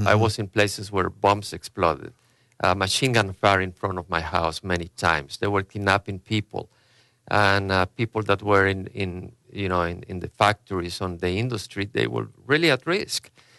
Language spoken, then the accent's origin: English; El Salvador; moved away; I came to the United States as a result of my revolution, the revolution in El Salvador.